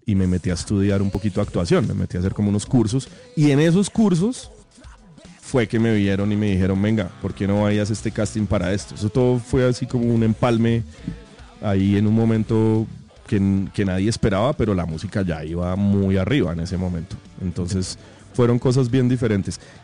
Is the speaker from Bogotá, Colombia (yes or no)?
yes; Bogotá, Colombia; also born or lived in Villavicencio; Yo nací en Villavicencio. Mi cédula es de Villavicencio, pero yo soy criado acá en Bogotá.